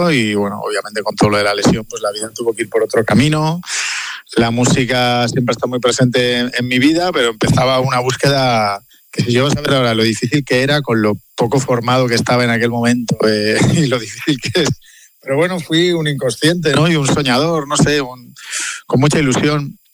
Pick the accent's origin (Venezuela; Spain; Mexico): Spain; Ávila, Castile and León; moved away; encima yo que me vine de Ávila